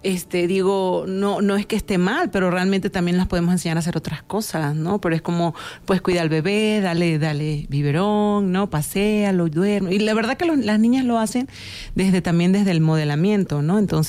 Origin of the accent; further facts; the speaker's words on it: Venezuela; Soy venezolana.